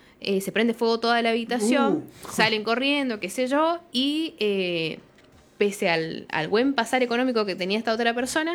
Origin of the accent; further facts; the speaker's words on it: Argentina; Soy una persona muy generosa, como buena argentina, que no tengo un mango, pero te invito.